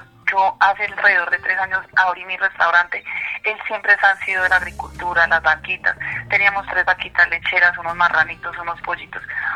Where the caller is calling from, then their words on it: Bello, Antioquia, Colombia; Yo estoy llamando de acá, del Bello Antioquia, Medellín.